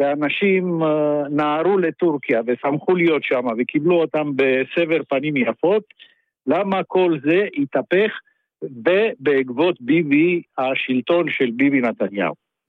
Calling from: Rosh HaAyin, Central District, Israel; איך אומרים אצלנו בראש העין

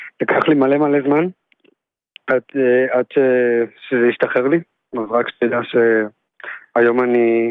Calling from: Jerusalem, Jerusalem District, Israel; מירושלים.

